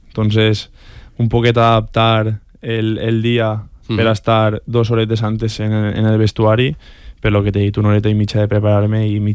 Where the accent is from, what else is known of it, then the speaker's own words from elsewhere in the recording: Montserrat, Valencian Community, Spain; que ell és de Beniparrell i jo soc de Montserrat